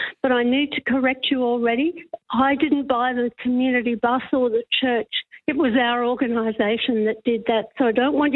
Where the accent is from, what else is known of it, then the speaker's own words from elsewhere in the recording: Kilkivan, Queensland, Australia; moved away as an adult; Well, I'm born and bred in Kilkeven 69 years ago. Mm-hmm. And I couldn't wait to get out of the area when I was 17. I wanted to see the world. And then in my early 40s, I came back.